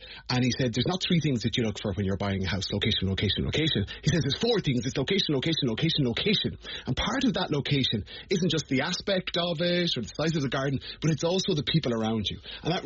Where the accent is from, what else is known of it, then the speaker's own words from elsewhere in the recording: Ireland; And I think as Irish people, we have different concentric circles of, like, we will, I was talking about this recently